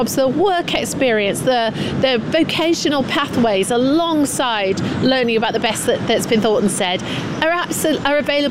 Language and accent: English; Scunthorpe, Yorkshire and the Humber, United Kingdom; I come from Scunthorpe. I want to see investment there. It was a great steel town, and everybody's there ready to work.